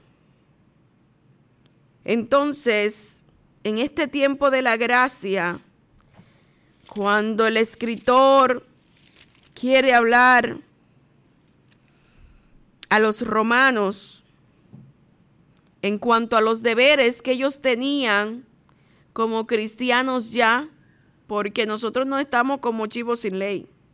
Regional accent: Dominican Republic; no como dominicana, porque esa es otra cosa, sino como cristiana

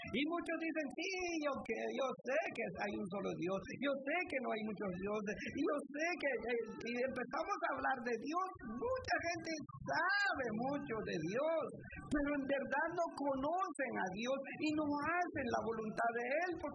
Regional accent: Nahualá, Sololá, Guatemala; born there; no nací en Francia, yo no nací en África, yo no nací en Sudamérica, sino que nací en Centroamérica, en Guatemala, en el pueblo de Nahualá. Eso es la voluntad de Dios. Yo hablo español.

